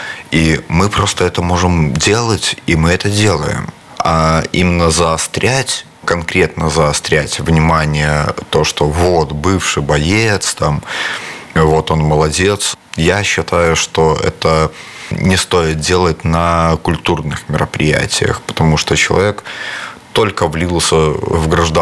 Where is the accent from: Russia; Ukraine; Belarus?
Belarus; то, что мы сделали и какой вклад в этой войне на стороне Украины мы сделали, как белорусы.